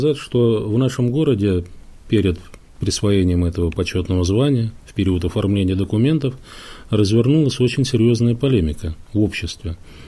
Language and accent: Russian; Vyazma, Smolensk Oblast, Russia; я являюсь уроженцем Смоленской земли, Вязьмы